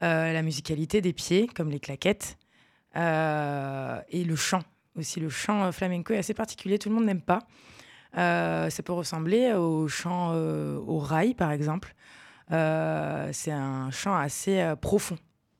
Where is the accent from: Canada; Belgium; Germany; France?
France; Valence, Auvergne-Rhône-Alpes; moved away as an adult; also born or lived in Seville; J'ai perdu mon emploi là-bas en Espagne. Donc du coup, je suis revenue dans ma ville natale.